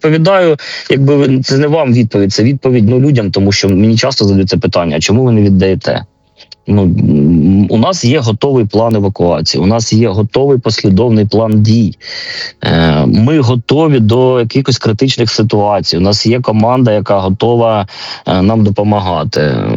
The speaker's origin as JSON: {"language": "Ukrainian", "town": "Kharkiv", "region": "Kharkiv Oblast", "country": "Ukraine", "said": "Але ми, харків'яни, віримо, якщо ми утрималися в 22-му році, то ми зараз точно втримаємося."}